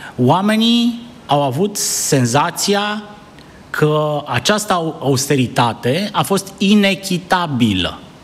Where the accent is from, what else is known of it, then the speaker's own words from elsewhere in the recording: Romania; Și noi suntem români și noi suntem cetățeni